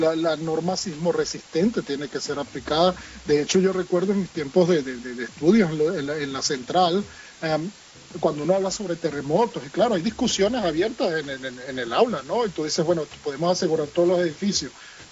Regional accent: Venezuela; de mi infancia en Venezuela, en los colegios sí se realizaban prácticas de evacuación

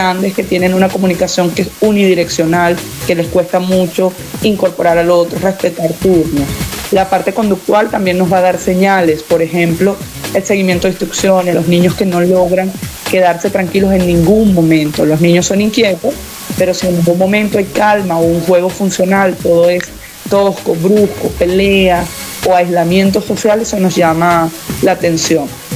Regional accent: Caracas, Capital District, Venezuela; somos caraqueños

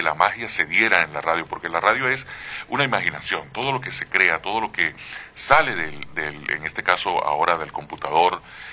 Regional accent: Puerto Ordaz, Bolívar, Venezuela; Nosotros vivimos en Puerto Ordaz, nos criamos allí en Puerto Ordaz

